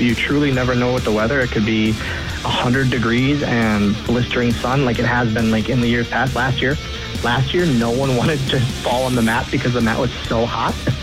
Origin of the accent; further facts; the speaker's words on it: Oshkosh, Wisconsin, United States; so we started 13 years ago in Oshkosh, my hometown, my whole life. I've lived here literally my whole life.